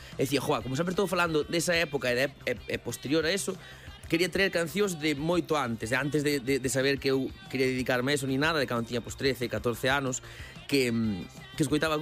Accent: Galicia, Spain; eu son da Mariña, están ali miña nai e miña irmá

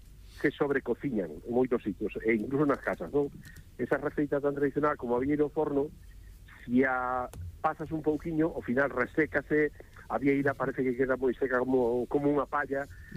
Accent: Cambados, Galicia, Spain; eu son de Cambados, ainda que non solo decir porque non me gusta presumir, pero son de Cambados

